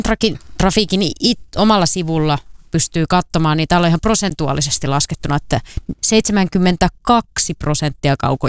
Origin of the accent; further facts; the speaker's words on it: Parikkala, South Karelia, Finland; moved away; mä olin menossa vielä Parikkalaa Itä-Suomeen, mistä olen kotoisin sieltä suunnilta